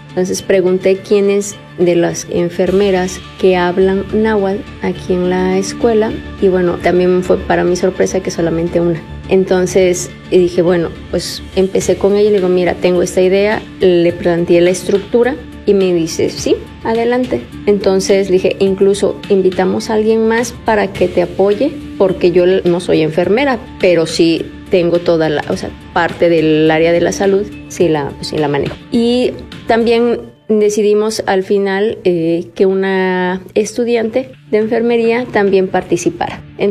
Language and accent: Spanish; Mexico; siendo mexicana, y la verdad lo digo honestamente, me avergüenzo de no saber una lengua indígena.